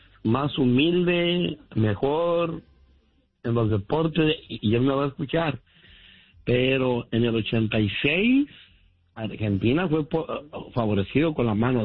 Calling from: Los Angeles, California, United States; Buenos días, de acá de Los Ángeles, California.

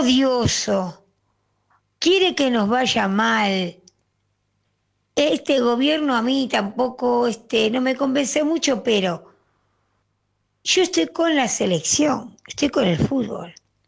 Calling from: Buenos Aires, Argentina

